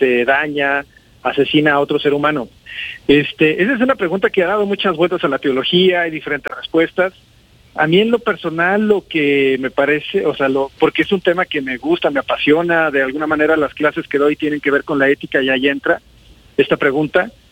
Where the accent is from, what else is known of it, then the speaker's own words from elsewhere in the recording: Fresnillo, Zacatecas, Mexico; moved away as an adult; also born or lived in Tijuana / Chiapas / Oaxaca / Guadalajara; Y yo nací en la capital, en Zacatecas, pero a los pocos días ya he crecido aquí en Fresnillo.